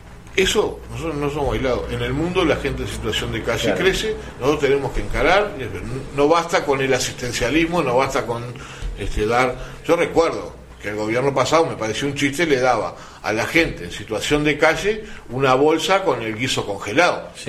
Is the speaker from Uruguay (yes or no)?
yes; Uruguay; Uruguay... no es como algunos uruguayos creen que somos una cosa aparte en el mundo.